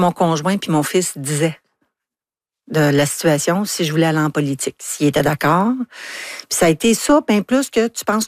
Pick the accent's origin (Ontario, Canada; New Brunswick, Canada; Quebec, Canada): Quebec, Canada; Anjou; C'était chez nous, mon patelin, les gens que je connaissais, les organismes que je connaissais, que je savais que je pouvais faire une différence.